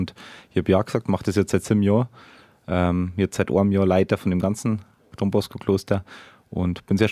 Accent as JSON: {"language": "German", "town": "Erding", "region": "Bavaria", "country": "Germany", "also_born_or_lived": "Benediktbeuern", "said": "ich komme eigentlich aus Erding, aber bin als junger Mensch mit Flausen im Kopf nach Benediktbeuern gekommen"}